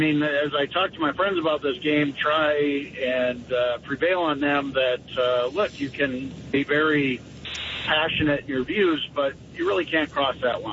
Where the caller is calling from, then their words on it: Tennessee, United States; I am calling in from Tennessee today. I'm down on the Tennessee River near the Mississippi-Alabama line.